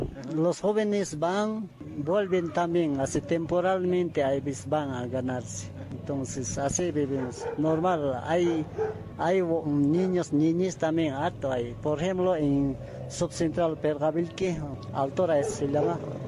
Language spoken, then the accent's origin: Spanish; San Marcos, Cochabamba, Bolivia; Yo soy de San Marcos.